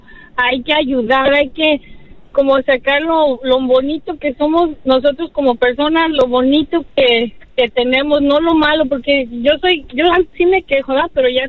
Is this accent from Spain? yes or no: no; Jalisco, Mexico; Pues yo soy de Jalisco